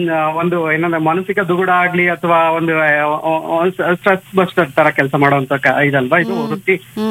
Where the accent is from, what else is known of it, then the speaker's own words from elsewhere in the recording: Gadag, Karnataka, India; ನಾನು ಗದಗಿಂದ ಬಂದಿದ್ದು